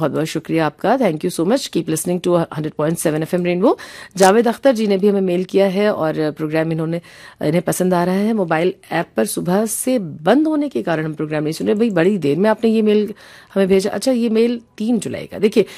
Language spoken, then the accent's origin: Hindi; Lucknow, Uttar Pradesh, India; लेकिन भाई देखिए, ये जो चीजें होती हैं, हम लखनऊ से हैं